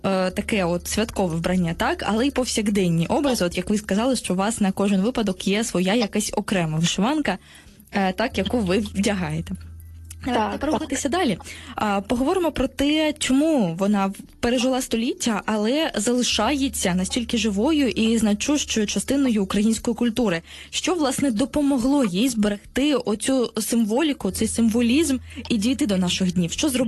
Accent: Kharkiv, Kharkiv Oblast, Ukraine; born there; я народилася на Східній Україні, в Харкові

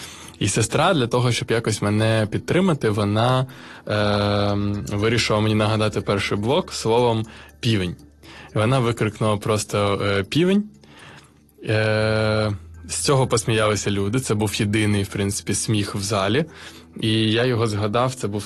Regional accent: Dnipro, Dnipropetrovsk Oblast, Ukraine; я сам з Дніпра

